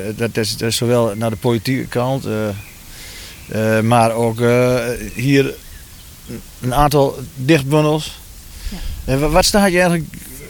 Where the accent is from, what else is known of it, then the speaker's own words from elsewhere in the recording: Drenthe, Netherlands; Dat vind ik als Drent wel eens... doet me dat wel eens pijn.